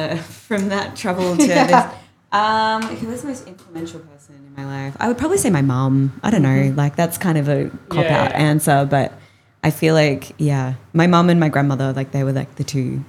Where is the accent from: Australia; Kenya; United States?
Australia; moved away as an adult; I've been living out of Australia for like over like 10 years now.